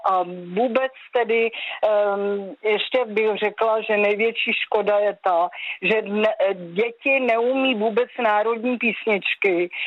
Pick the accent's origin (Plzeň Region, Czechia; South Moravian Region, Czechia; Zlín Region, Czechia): Plzeň Region, Czechia; Klatovy; A mám zajímavý postřeh, když jsem chodila na střední školu v Klatovech, tak jsme měli spolužačky jenom 18 kilometrů na západ vlastně z Gdyňska a tam se mluvilo